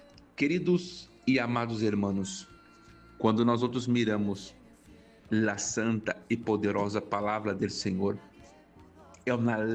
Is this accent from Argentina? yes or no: no; Brazil; first language Portuguese; Spanish is a second language; now in Spain; yo estoy aquí sí, en España haciendo un trabajo misionero, pero yo soy brasileño. Entonces nosotros en Brasil hablamos el portugués. Nuestro idioma es el portugués y tenemos ahí, vamos a decir, un poco de dificultad para hablar el español.